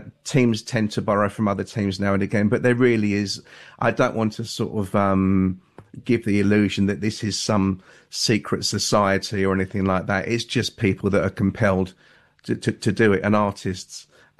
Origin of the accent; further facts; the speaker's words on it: England, United Kingdom; That made me feel really at home as an Englishman.